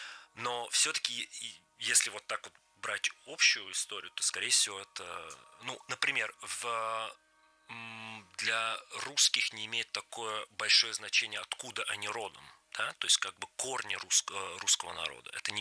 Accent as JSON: {"language": "Russian", "country": "Hungary"}